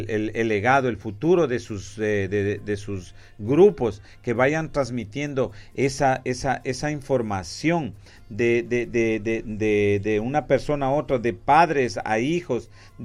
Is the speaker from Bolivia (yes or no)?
no; Ecuador; now in United Kingdom; Soy ecuatoriano